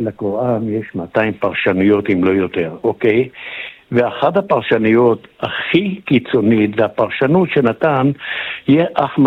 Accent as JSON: {"language": "Hebrew", "town": "Tiberias", "region": "Northern District", "country": "Israel", "tie": "born or raised there", "said": "אני יליד בריה."}